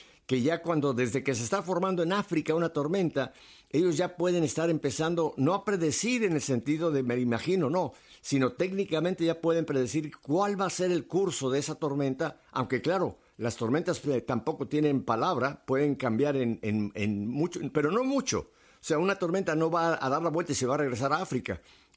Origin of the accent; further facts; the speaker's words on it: Mexico; now in United States; yo soy americano, tengo una nacionalidad americana, aunque soy mexicano, y eso nunca se me va a quitar